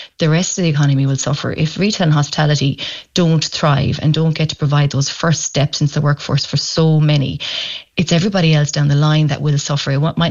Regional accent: Ireland

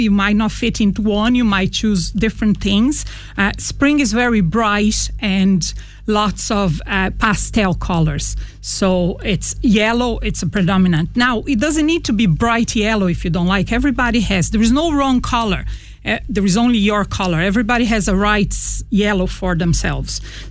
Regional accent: Leinster, Ireland; now in Galway, Ireland; Well, I live in Galway for the last 5 years and I came from Westmead before

